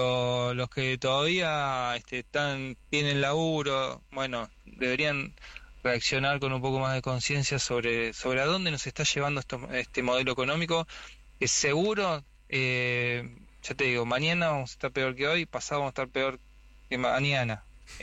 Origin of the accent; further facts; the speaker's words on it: Argentina; nosotros como argentinos